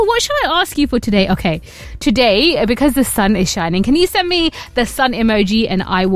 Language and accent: English; United Kingdom; I grew up in Easton, so I know the kind of area you're